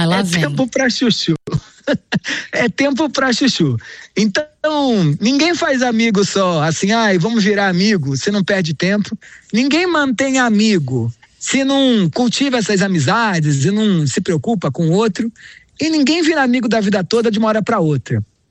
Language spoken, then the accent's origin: Portuguese; Rio de Janeiro, Brazil; Eu venho de uma cidade, né? Eu sou carioca.